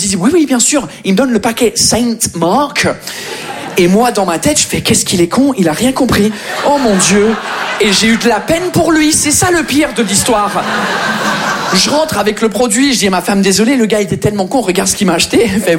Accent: England, United Kingdom; French is a second language; moved away as an adult; now in France

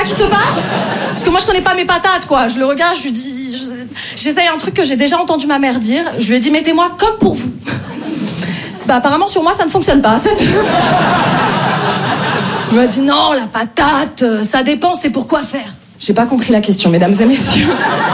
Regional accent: Paris, Île-de-France, France

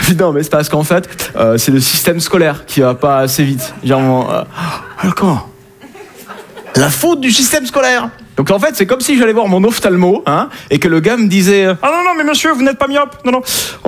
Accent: south of France, France; Hein, je viens du sud de la France.

